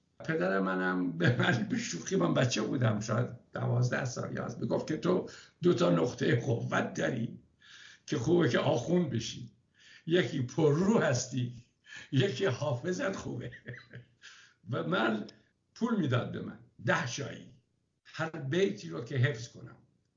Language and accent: Persian; Rasht, Gilan, Iran; من در دیماه 1324 در رشت به دنیا آمدم. از خانواده پدریم همه مؤمن بودن